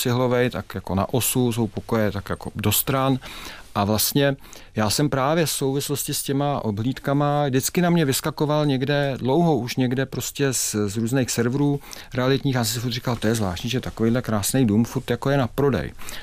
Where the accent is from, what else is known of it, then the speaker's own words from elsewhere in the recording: Prague, Czechia; Já mám, protože jsem pocházím z Prahy 1 a celá moje rodina, tak já vlastně samozřejmě mám nejradši prostě Staré Město a Malou Stranu. Já jsem rozený Malostraňák ze Zámeckých Schodů.